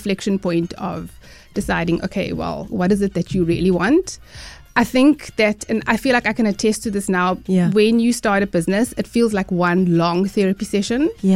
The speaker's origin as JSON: {"language": "English", "country": "South Africa", "said": "So definitely, as a South African"}